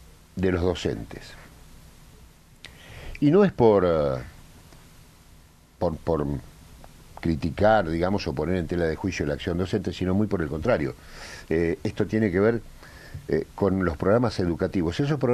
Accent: Argentina

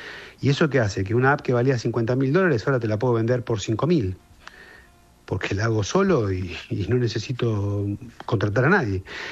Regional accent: Argentina

